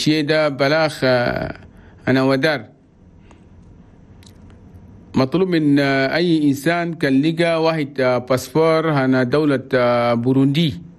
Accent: Chad; بقول الله يقبل صلاته وكل الصدقات عشان ربنا بيجيب لنا العافية والسلام في بلدنا تشاد.

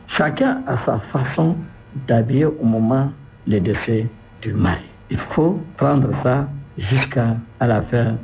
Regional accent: Chad; Chez nous, au Tchad, la femme, avant, elle prend des tissus blancs.

